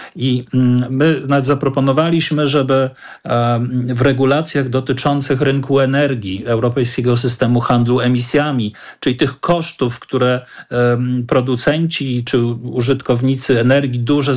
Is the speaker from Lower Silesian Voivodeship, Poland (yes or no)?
no; Świętokrzyskie Voivodeship, Poland; ja też wywodzę się z rodziny rolniczej z Ponidzia, ze Świętokrzyskiego